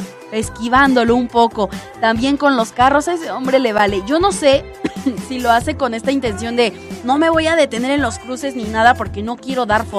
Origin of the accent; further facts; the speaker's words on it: Mexico; Eso es como los básicos que nosotros sabemos que somos mexicanos.